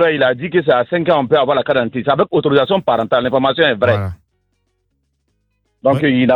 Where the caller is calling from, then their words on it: Côte d’Ivoire; Sinon, il y a vraiment matière chez nous en Côte d'Ivoire.